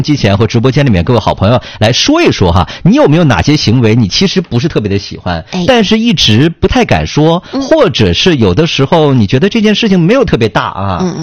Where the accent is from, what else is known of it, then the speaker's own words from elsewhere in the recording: Jilin, China; 我们吉林人作为东道主